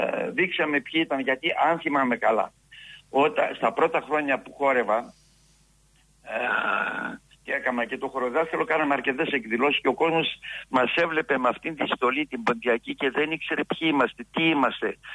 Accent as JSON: {"language": "Greek", "town": "Agios Georgios", "region": "Central Macedonia", "country": "Greece", "tie": "born or raised there", "moved": "yes", "lives_now": "Thessaloniki, Greece", "said": "από το 1962 συγκεκριμένα, όταν ήρθα στη Θεσσαλονίκη από το χωριό μου, από τον Άγιο Γεώργιο Βερίας"}